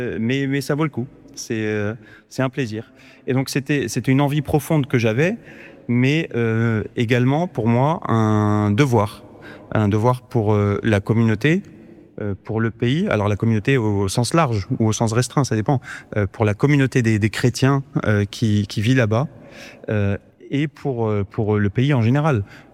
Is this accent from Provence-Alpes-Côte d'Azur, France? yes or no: no; Nantes, Pays de la Loire, France; moved away as an adult; also born or lived in Paris; now in Iraq; je suis né en Irak en 90. Ma famille est arrivée en France en 91, donc je m'en souviens pas. Hein. Mais on s'est installé à Nantes, j'ai grandi à Nantes, et puis un peu à Paris sur la fin.